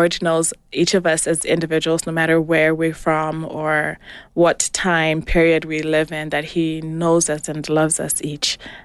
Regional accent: Ghana; first language Fanti; English is a second language; my native language that I speak in my family is called Fanti.

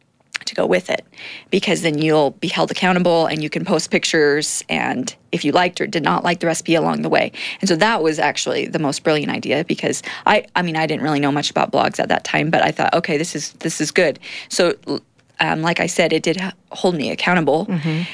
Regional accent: Great Falls, Montana, United States; moved away as an adult; also born or lived in Provo, Utah / Ohio; now in Salt Lake City, United States; I grew up in Montana, in Great Falls. I had 6 sisters growing up, no brothers

